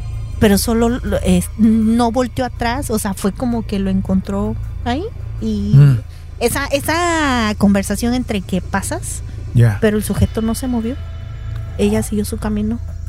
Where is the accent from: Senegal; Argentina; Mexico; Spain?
Mexico; Capulálpam de Méndez, Oaxaca; born there; moved away; Y en aquellos montes densos de mi pueblo iban a recoger leña.